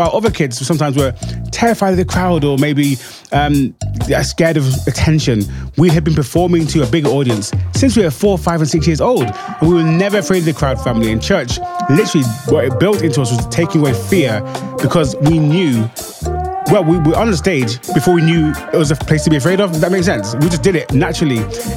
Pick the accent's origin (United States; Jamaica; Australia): Jamaica; Every year we celebrate our independence. I'm Jamaican. I know everyone isn't Jamaican, but today we're celebrating my people.